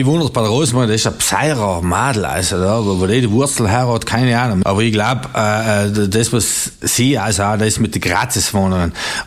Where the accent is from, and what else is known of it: Trentino-Alto Adige, Italy